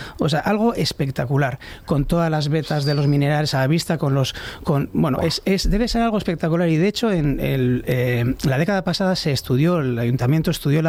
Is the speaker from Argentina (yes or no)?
no; Recalde, Basque Country, Spain; yo soy de Recalde y entonces yo he estudiado en la Ikastola Urretxindorra y en San Adrián, cuando no existía Miribilla, y entonces era la mina del Morro.